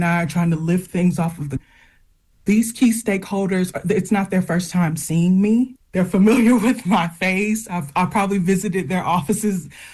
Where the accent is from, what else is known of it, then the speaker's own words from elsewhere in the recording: United States; my experience as an American